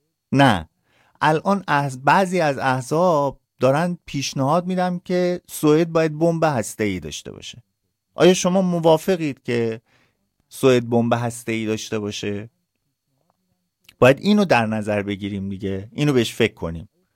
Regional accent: Iran; now in Sweden; به عنوان یه ایرانی

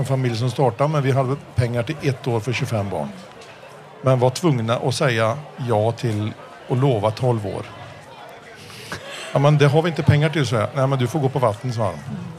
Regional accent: Ethiopia; moved away; Eftersom jag är uppväxt i Etiopien och har sett fattigdom och brist på mat.

